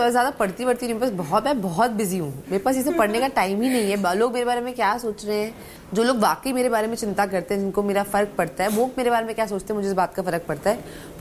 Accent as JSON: {"language": "Hindi", "region": "Delhi", "country": "India", "tie": "born or raised there", "said": "एक लड़की जो दिल्ली में पली बड़ी हो, बहुत ही मध्यम वर्गीय परिवार में"}